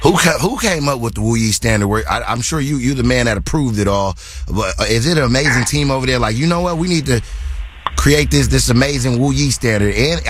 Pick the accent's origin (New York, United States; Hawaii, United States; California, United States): California, United States; Oakland; Well, I'm from Oakland, so I guess I didn't qualify.